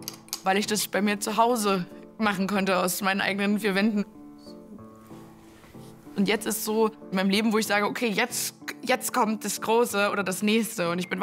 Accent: Leipzig, Saxony, Germany; ich komme aus Leipzig

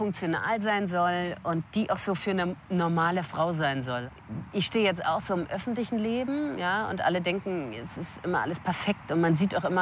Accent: Berlin, Germany; moved away as an adult; now in Heidelberg, Germany; als waschechte Berlinerin

